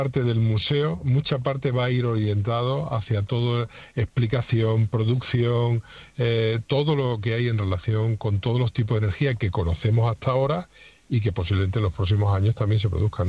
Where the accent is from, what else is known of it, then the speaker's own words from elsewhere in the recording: Badajoz, Extremadura, Spain; los que tenemos ya mucha edad y los que hemos crecido en esta ciudad